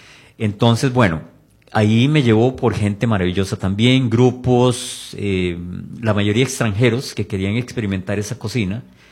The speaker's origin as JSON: {"language": "Spanish", "country": "Costa Rica", "said": "nos damos cuenta de lo que hacemos los ticos"}